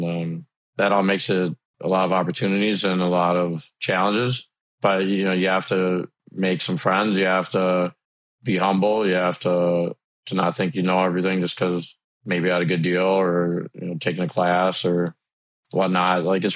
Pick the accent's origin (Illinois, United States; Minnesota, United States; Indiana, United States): Minnesota, United States; Minneapolis; You know, I'm from Minnesota, so Minneapolis, St. Paul, our consulate is Chicago.